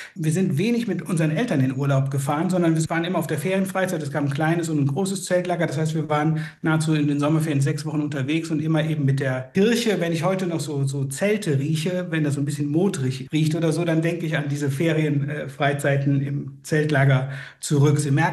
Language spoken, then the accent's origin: German; North Rhine-Westphalia, Germany; Na, ich komme eigentlich aus dem Erzbistum Paderborn. Das Siegerland gehört zu Paderborn, aber Paderborn liegt 200 Kilometer von Siegen entfernt.